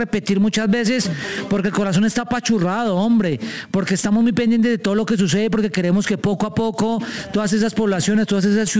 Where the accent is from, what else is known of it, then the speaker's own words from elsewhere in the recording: Colombia; Lo logramos como colombianos que somos, como gente berraca que echamos para adelante